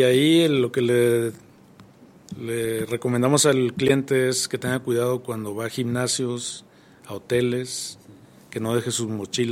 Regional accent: Tampico, Tamaulipas, Mexico; moved away as an adult; now in Fresnillo, Mexico; Sí, soy originario de Tampico, pero ya me establecí aquí hace 13 años.

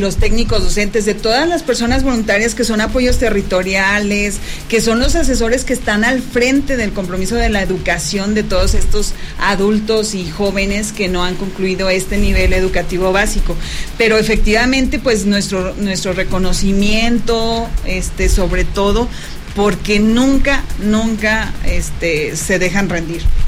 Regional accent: Fresnillo, Zacatecas, Mexico; De Fresnillo, gracias, bueno, a Dios, fresnillense.

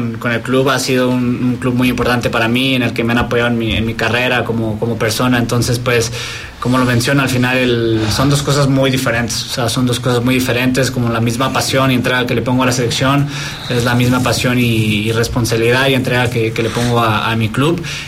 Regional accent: Mexico; Para mí como jugador y el siendo mexicano, para mí siempre va a ser el mayor de los orgullos representar a mi país.

